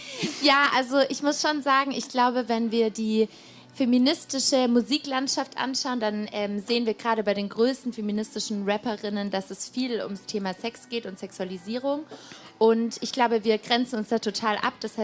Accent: Tübingen, Baden-Württemberg, Germany

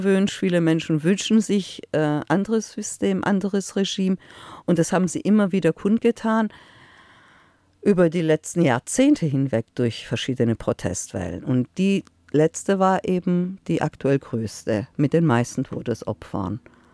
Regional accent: Iran; also mir persönlich als Iranerin hat die Anteilnahme sehr gefehlt.

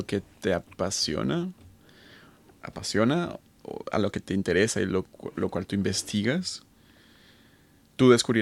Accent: Colombia; also born or lived in Spain; yo soy colombiano-español, ustedes son chilenos

